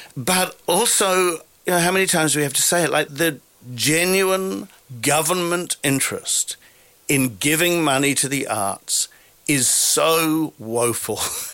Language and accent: English; New Zealand; now in Sydney, Australia; because I grew up in New Zealand, much smaller population.